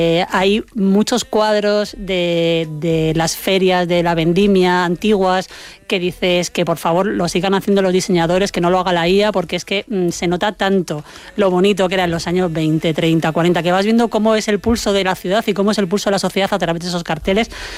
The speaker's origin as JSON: {"language": "Spanish", "town": "Zamora", "region": "Castile and León", "country": "Spain", "said": "pero yo como buena medio zamorana, todo lo que lleve ajo, voy dentro"}